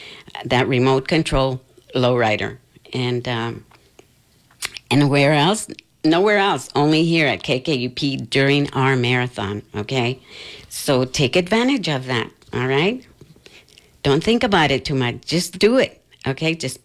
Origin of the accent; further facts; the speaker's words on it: California, United States; also born or lived in Texas; I'm a Tejana too. I was born in Texas, but raised in California.